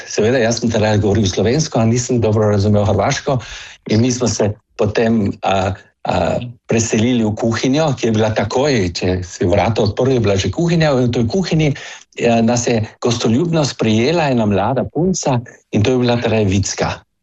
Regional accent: Carinthia, Austria; born there; Jaz sem rojen na Koroškem, sem koroški Slovenc.

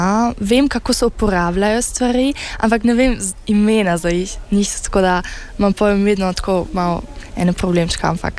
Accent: Berlin, Germany; Jaz sem iz Berlina, iz Nemčije.

